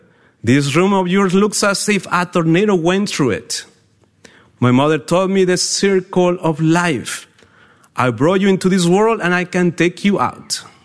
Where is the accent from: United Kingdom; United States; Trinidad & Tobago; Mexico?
Mexico; moved away; because I'm from Mexico